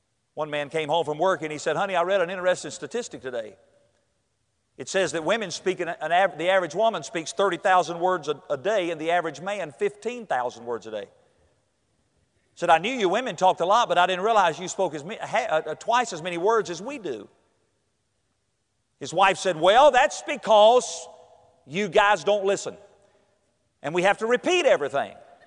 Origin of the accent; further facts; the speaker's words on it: North Carolina, United States; I grew up in North Carolina. Basketball's big in North Carolina.